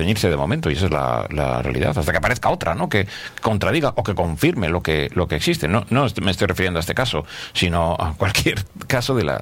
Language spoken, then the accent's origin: Spanish; Laredo, Cantabria, Spain; aparece por primera vez el nombre de nuestro pueblo